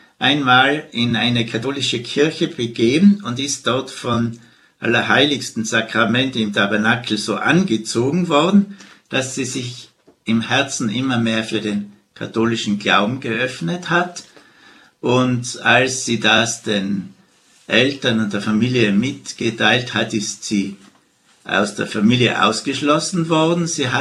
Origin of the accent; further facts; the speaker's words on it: Hall, Tyrol, Austria; In meiner Heimatstadt Hall war ein Prediger, der aus der Schweiz gekommen ist, auf die Kanzel der Stadtpfarrkirche gestiegen